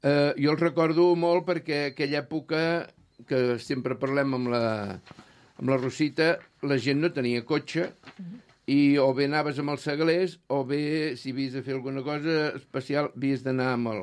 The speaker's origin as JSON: {"language": "Catalan", "town": "Sant Feliu", "region": "Catalonia", "country": "Spain", "tie": "born there", "said": "Jo vaig néixer a la baixada de Can Rovira."}